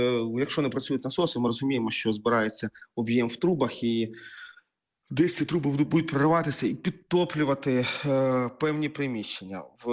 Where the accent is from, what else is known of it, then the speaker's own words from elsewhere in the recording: Kharkiv, Kharkiv Oblast, Ukraine; в моєму рідному Харкові